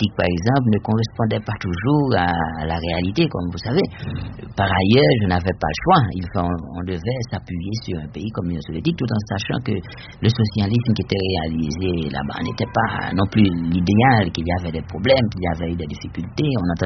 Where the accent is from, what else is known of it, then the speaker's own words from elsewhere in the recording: Haiti; Et en Haïti, oui, mais tant bien que mal, dans la mesure où on trouvait les livres, parce que dans ma ville natale, par exemple, il n'y avait pas de bibliothèque.